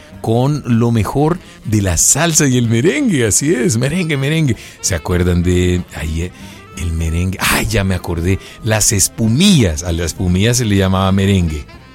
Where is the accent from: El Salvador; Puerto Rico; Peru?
El Salvador; por la venta que hacemos de nosotros los salvadoreños en el mundo.